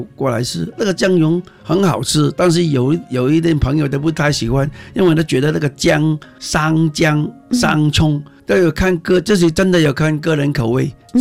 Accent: Hong Kong

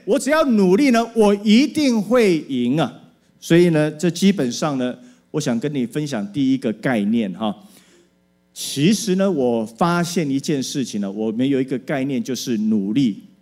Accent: Taiwan

